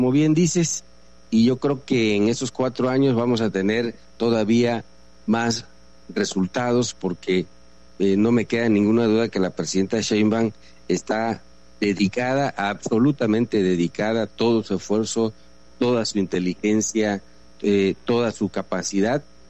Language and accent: Spanish; Palizada, Campeche, Mexico; de mi pueblo, la carretera famosa que tú seguramente sabes, una demanda añeja de los paliceños